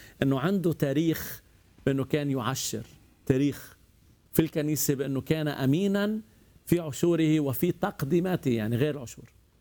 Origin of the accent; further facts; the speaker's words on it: Lebanon; عندنا في لبنان بتحط في الجورنال